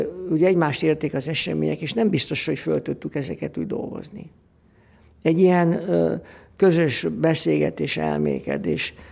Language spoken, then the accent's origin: Hungarian; Budapest, Hungary; Én angyalföldön nőttem föl